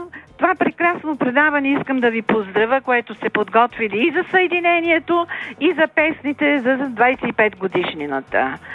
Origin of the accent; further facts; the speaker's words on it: Sofia, Sofia City, Bulgaria; съм от София.